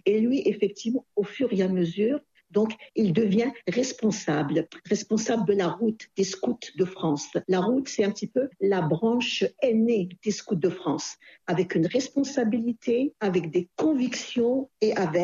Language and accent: French; Algeria; en tant qu'Algérienne, parce que c'est important, je suis algérienne